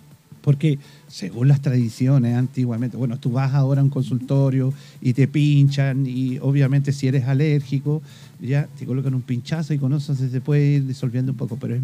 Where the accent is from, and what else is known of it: Chile